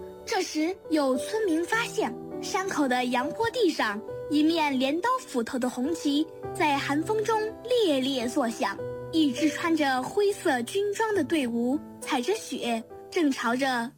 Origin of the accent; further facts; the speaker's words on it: Luzhou, Sichuan, China; 我的家乡在赤水河畔，它是一个很特别的地方。雄鸡在这里打鸣，云南、贵州、四川三省都能听到，所以它也被称为鸡鸣三省地。